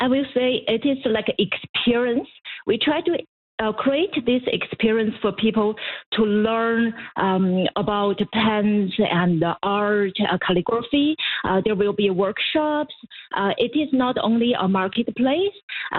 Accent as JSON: {"language": "English", "country": "China", "tie": "born or raised there", "moved": "yes", "said": "I grew up in China"}